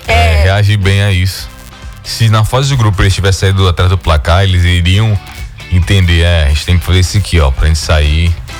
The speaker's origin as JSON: {"language": "Portuguese", "country": "Brazil"}